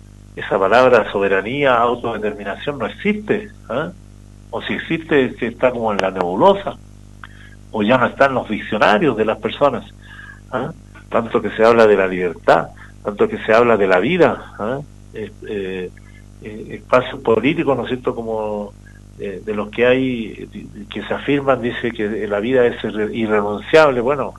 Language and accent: Spanish; Arica y Parinacota, Chile; en nuestra región de Arica Parinacota, porque nosotros somos una región, como se llama, multicultural, ¿eh? Y también, sobre todo, una región andina, una región que tiene un sello, una esencia, una ancestralidad marcada por nuestra cultura de chinchorro